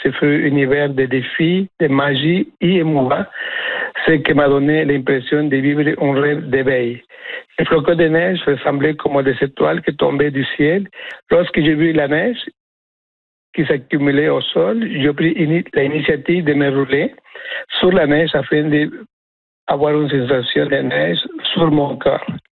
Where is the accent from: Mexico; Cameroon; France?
Mexico; moved away as an adult; now in Quebec, Canada; je suis originaire du Mexique et voici ma première expérience de mon premier hiver au Québec.